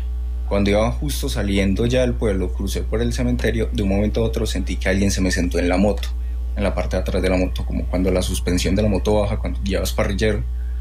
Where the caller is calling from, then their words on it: Montenegro, Quindío, Colombia; yo vivo cerca a Montenegro, Quindío